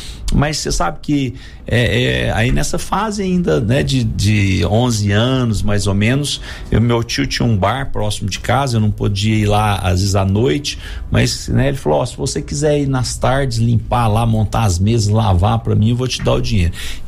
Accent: Goiânia, Goiás, Brazil; also born or lived in São José do Rio Preto; Os meus pais são nascidos em São José do Rio Preto, mas vieram para Goiânia e se casaram aqui. Então, nascemos todos aqui, fomos criados.

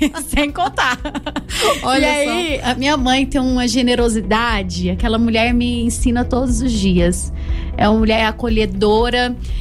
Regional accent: Catalão, Goiás, Brazil; born there; eu nasci em Catalão, mas a minha família de origem, ela é de Davinópolis.

